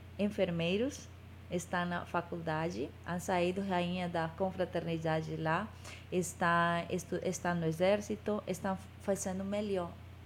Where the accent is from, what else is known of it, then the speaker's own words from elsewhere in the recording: Amazonas, Brazil; Portuguese is a second language; now in New York, United States; o orgulho de quem nós somos, o amazonenses.